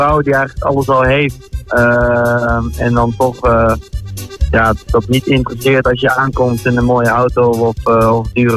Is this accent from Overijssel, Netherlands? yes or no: yes; Zwolle, Overijssel, Netherlands; also born or lived in Amsterdam; En dan terug naar Zwolle, waar ik vandaan kom.